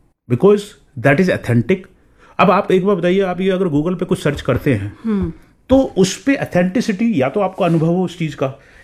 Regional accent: Delhi, India; born there; also born or lived in Hamirpur district, Himachal Pradesh; मैं दिल्ली में पैदा हुआ हूँ but I belong to Himachal Pradesh Hamirpur district

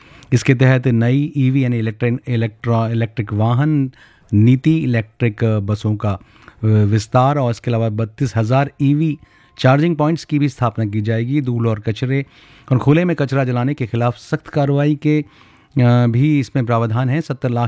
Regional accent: Delhi, India; हम दिल्ली में रह रहे हैं, हम दिल्ली वाले हैं भाई।

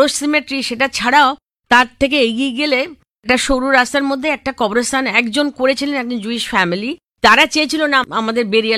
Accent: India; এবং আমি যেহেতু ভারতীয়

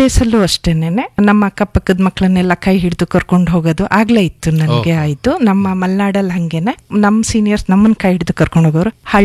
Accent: Kontana Mane, Karnataka, India; born there; Sir, ನಾನು ಹಾಸನದಿಂದ ಒಂದು ಸುಮಾರು 80 ಕಿಲೋಮೀಟರ್ ದೂರ ನಾನು ಹುಟ್ಟಿದ್ದು ಕೊಂತನ ಮನೆ ಅಂತ.

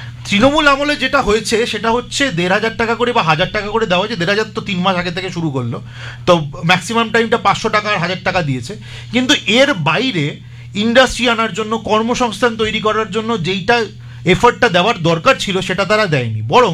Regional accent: West Bengal, India; আমরা আজকে এই স্টুডিওতে যারা বসে রয়েছি তারা প্রত্যেকে বাঙালি, আমাদের বাঙালি আইডেন্টিটি রয়েছে, আমাদের বাঙালি জাত্যাভিমান রয়েছে, আমরা বাঙালি কোট অ্যান্ড কোট বাঙালি অস্মিতাতেও কিন্তু বিশ্বাস করি

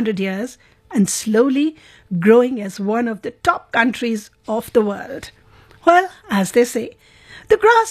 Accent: India

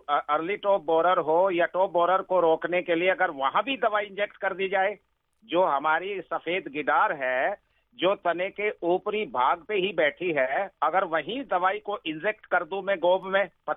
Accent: Baghpat, Uttar Pradesh, India; और मैं डिस्ट्रिक्ट बागपत का रहने वाला हूँ।

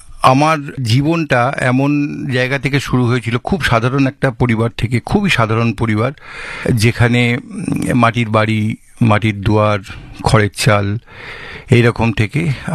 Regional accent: Dhaniakhali, West Bengal, India; বেড়ে ওঠা ধনেখালি, ধনিয়াখালী, তাঁতের শাড়ি যে সেই জায়গাতে আমার বেড়ে ওঠা।

